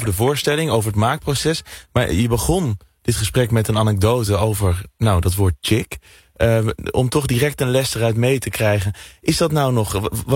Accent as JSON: {"language": "Dutch", "region": "Randstad", "country": "Netherlands", "said": "En even, want ik kom van de Randstad."}